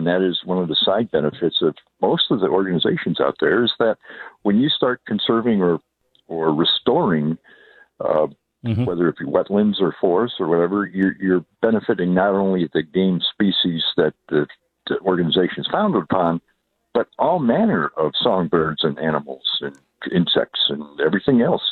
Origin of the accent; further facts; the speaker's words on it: Ohio, United States; growing up in Northern Ohio, you kind of think that everybody in Ohio talks the same way until you start traveling around.